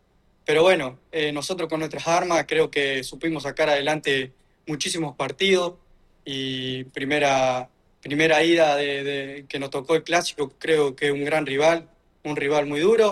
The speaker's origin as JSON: {"language": "Spanish", "town": "San Justo", "region": "Santa Fe", "country": "Argentina", "moved": "as an adult", "lives_now": "San Guillermo, Argentina", "said": "Yo soy de San Justo, Santa Fe."}